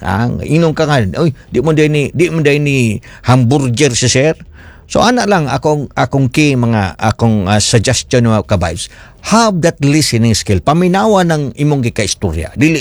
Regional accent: Mindanao, Philippines; first language Cebuano; Tagalog is a second language; also born or lived in Cebu; I am from Cebu but I grew up in Jansan, in Mindanao. At saka sabi ko nga, melting pot kami ron. Kaya marunong kami mag-Tagalog, marunong kami mag-Ilonggo

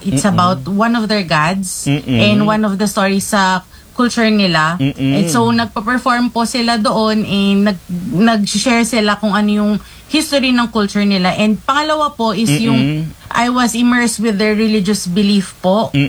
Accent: Ilocos Region, Philippines; from La Union po, ang inyong

